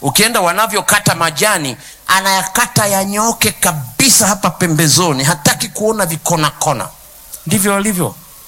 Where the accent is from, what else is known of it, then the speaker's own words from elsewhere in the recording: Kilimanjaro, Tanzania; Nakumbuka kule kwetu Pareni zilipokuja magitaa